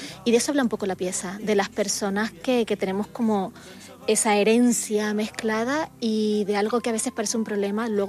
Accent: Canary Islands, Spain; accent: Canarian; Yo soy canaria, como mi acento dice, pero mis abuelos, pues tengo abuelos granadinos, catalanes, de Santander, y al final una crece con muchas culturas mezcladas

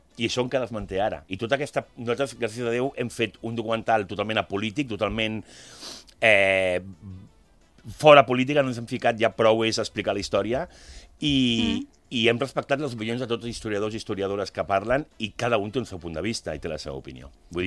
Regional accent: Catalonia, Spain; Jo sóc català

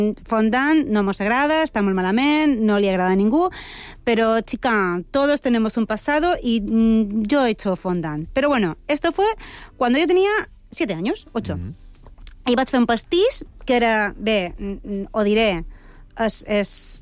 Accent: Mallorca, Balearic Islands, Spain; also born or lived in Valencia; Jo vaig néixer a València, però he crescut a Mallorca amb tota la família argentina. Jo de fet, crec que sóc la primera generació d'espanyols de la meva família.

